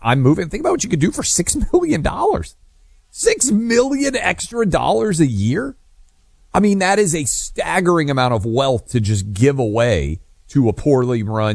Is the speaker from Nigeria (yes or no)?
no; Tennessee, United States; my home state of Tennessee